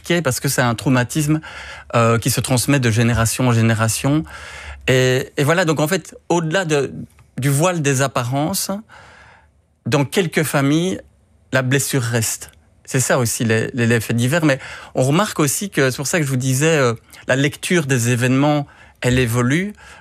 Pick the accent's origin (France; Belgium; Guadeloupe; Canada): Belgium; chez nous, en Belgique